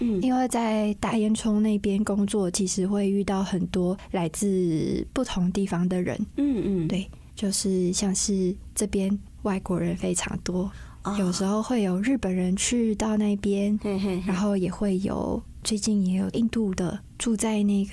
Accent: Malaysia; accent: Taiwanese accent; first language Cantonese; Chinese is a second language; moved away as an adult; now in Taiwan; 小时候在马来西亚

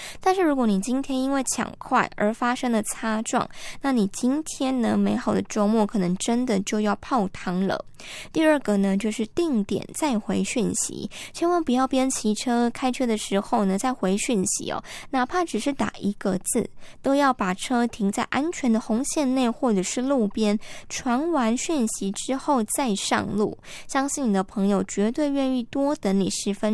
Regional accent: Taiwan; 我们台湾人

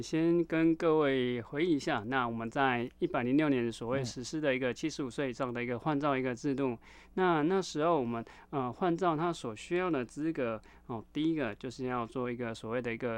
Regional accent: Taiwan; 在我们台湾这边，

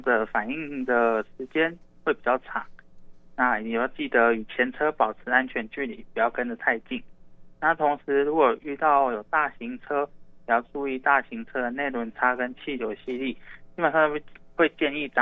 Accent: Chiayi, Taiwan; moved away; 因为在我的老家嘉义那边，其实很多长者都没有在戴安全帽。

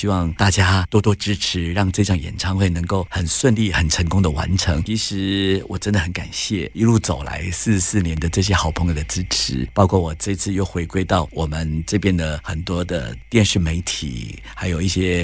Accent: Kaohsiung, Taiwan; 因为我家里本身是高雄啦，我希望说我从我的故乡出发，

